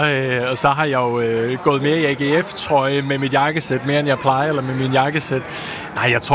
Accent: Aarhus, Central Denmark Region, Denmark; Jeg er jo født og opvokset her i Aarhus

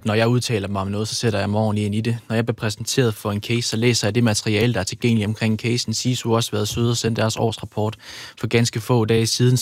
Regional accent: Jutland, Denmark; Jeg er fra Jylland.

